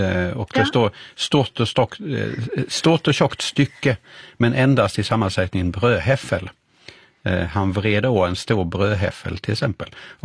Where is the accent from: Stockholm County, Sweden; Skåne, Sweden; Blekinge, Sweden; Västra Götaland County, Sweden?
Skåne, Sweden; accent: Scanian; Nej, okej, i min skånska så betyder det en sticka, alltså, så man kan få en speta i fingret eller någonting sånt där.